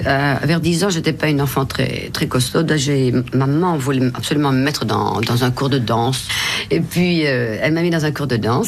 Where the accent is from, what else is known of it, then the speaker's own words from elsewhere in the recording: Brussels, Belgium; je ne suis ni flamande ni wallonne. Je suis brabançonne, c'est-à-dire bruxelloise.